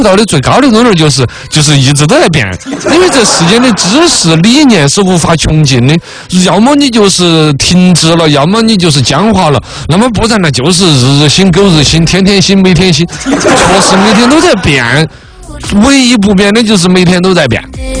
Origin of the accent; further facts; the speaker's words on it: Sichuan, China; 我们四川人